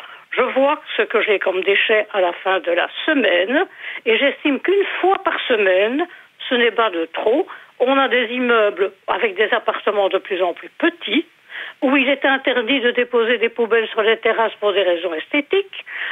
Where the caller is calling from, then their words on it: Jette, Brussels-Capital Region, Belgium; moi, chez moi, à Jette